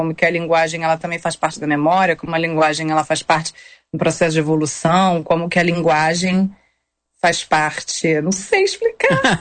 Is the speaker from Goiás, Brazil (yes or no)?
no; Rio de Janeiro, Brazil; born there; Eu nasci no Rio, de uma família, né? Minha mãe é do Rio também.